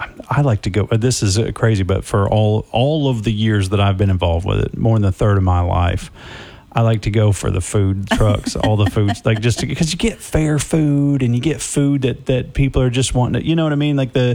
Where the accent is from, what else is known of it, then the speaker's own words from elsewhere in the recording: Dallas, Texas, United States; born there; also born or lived in Wolf City, Texas; So I am from Oak Cliff in Dallas originally and spent a lot of my life there, but my folks had owned the property out at Wolf City where we eventually moved.